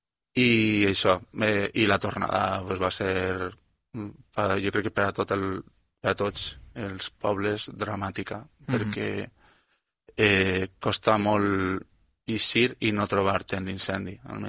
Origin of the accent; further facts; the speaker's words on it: Artana, Valencian Community, Spain; Bé, jo soc d'Artana, ja saps, i parlo de la meva experiència